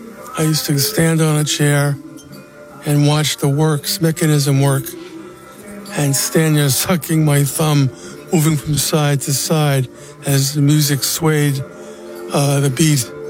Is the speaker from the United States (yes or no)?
yes; Bronx, New York, United States; Well, I grew up in the Northeast Bronx, New York, and lived in an apartment house.